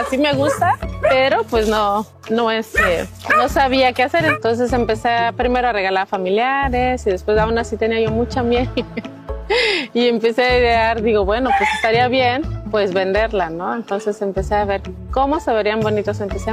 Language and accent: Spanish; Playa del Carmen, Quintana Roo, Mexico; somos nativos de Playa del Carmen